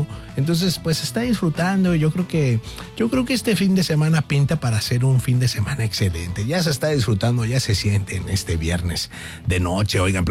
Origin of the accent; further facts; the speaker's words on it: Monterrey, Nuevo León, Mexico; Así somos los regios, la neta, la verdad.